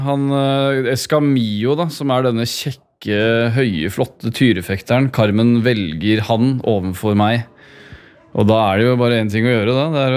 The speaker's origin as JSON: {"language": "Norwegian", "town": "Lier", "region": "Buskerud", "country": "Norway", "said": "Jeg er fra Lier."}